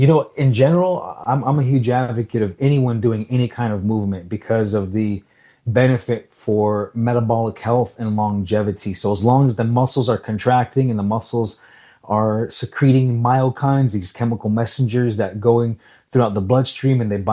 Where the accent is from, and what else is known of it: Salt River, Arizona, United States; born or raised there